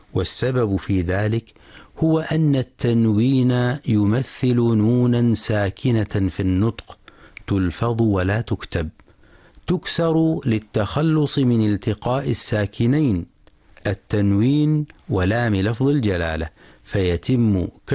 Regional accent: Oman; وعندنا في عمان من يغلظ اللام عند هذه الحروف

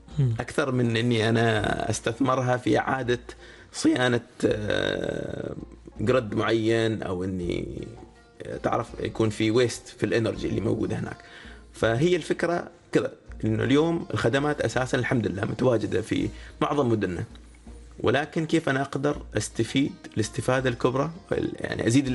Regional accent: Oman; على هويتي أنا كعماني

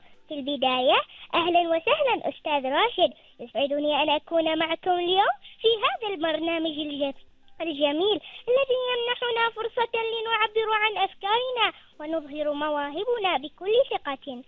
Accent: Oman; لوطننا الغالي عمان

